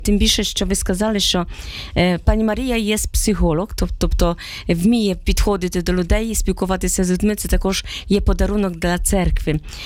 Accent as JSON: {"language": "Ukrainian", "country": "Poland", "second_language": "Ukrainian", "moved": "as an adult", "lives_now": "Ukraine", "said": "Я з Польщі не сказала, що 34 роки в Україні"}